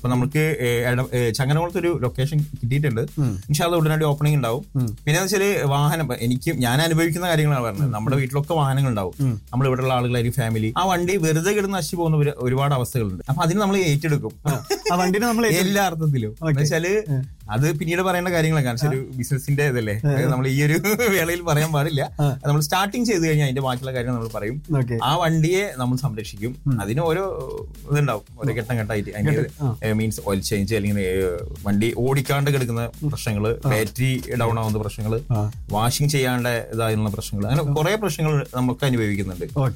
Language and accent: Malayalam; Pattambi, Kerala, India; moved away as an adult; now in Riyadh, Saudi Arabia; നാട്ടില് പട്ടാമ്പി കറുകുപത്തൂർ എന്ന് പറയും, പാലക്കാട് ജില്ലയിൽ.